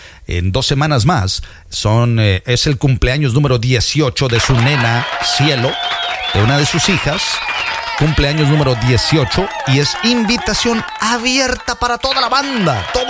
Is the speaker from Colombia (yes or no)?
no; Veracruz, Mexico; Soy jarocho hasta mi hueso izquierdo. Hasta mi hueso izquierdo es jarocho también.